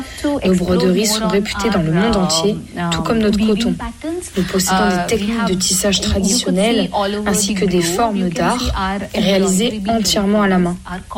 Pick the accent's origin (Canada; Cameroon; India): India; South India; je devais choisir le plat qui me rappelle le plus mon enfance, ce serait sans hésiter le masala dosa. Je viens du sud de l'Inde et dans ma région, c'est incontournable pour le petit déjeuner.